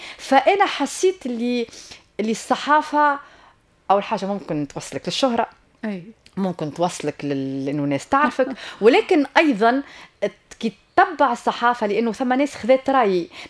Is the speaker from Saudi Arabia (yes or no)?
no; Tunisia; احنا توانسة